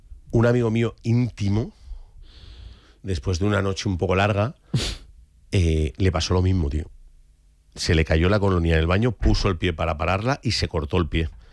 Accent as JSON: {"language": "Spanish", "town": "Xixona", "region": "Valencian Community", "country": "Spain", "said": "Y yo soy de Gijona y está muy propez."}